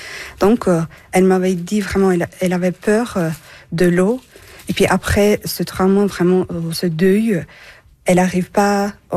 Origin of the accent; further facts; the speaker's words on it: Turkey; French is a second language; also born or lived in Iraq; now in Switzerland; Alors, je viens de Turquie. Mon histoire, c'est un peu différente que les autres, je crois, que, mais, parce que je suis venue d'un Irak.